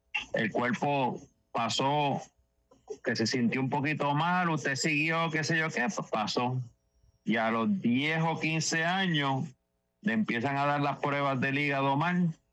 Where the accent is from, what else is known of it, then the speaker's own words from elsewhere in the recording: Isabela, Puerto Rico; Llevamos más de 60 años aquí en Isabela. Somos de los laboratorios que sí somos de Isabela, porque ahora hay mucha gente que está puesto de otro lado. Aquí somos de aquí como el gallito.